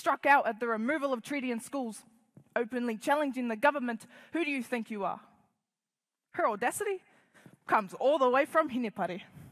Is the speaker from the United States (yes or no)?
no; Ruatoria, Gisborne, New Zealand; Growing up in Ruatoria, it never occurred to me that our leaders were predominantly female.